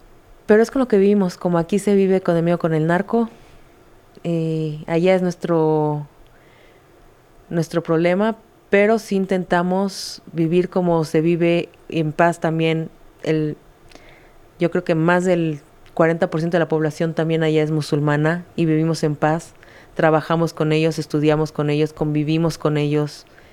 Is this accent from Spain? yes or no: no; Israel; si me van a hacer el mal porque soy judía o porque soy israelí.